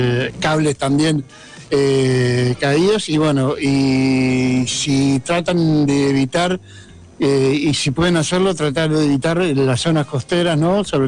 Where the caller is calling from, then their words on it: Concepción del Uruguay, Entre Ríos, Argentina; yo no recuerdo uno tan fuerte aquí en nuestra ciudad a lo largo de mi vida